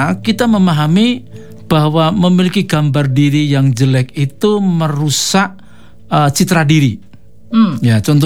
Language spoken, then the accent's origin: Indonesian; Java, Indonesia; karena saya Jawa